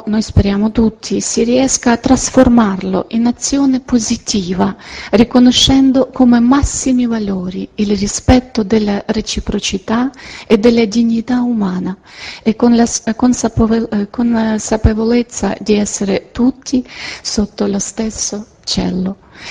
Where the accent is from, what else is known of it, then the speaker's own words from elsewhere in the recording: Ukraine; now in Italy; Io sono ucraina